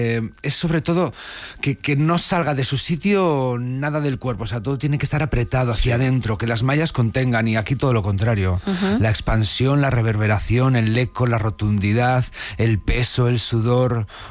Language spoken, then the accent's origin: Spanish; Valladolid, Castile and León, Spain; Yo soy de pueblo, soy de Valladolid, y el folclore también lo tengo muy arraigado